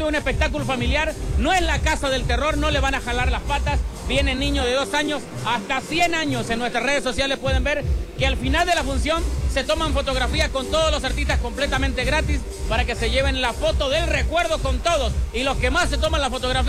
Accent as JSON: {"language": "Spanish", "town": "Viña del Mar", "region": "Valparaíso", "country": "Chile", "said": "yo soy de Chile, de Sudamérica, de la ciudad de Viña del Mar."}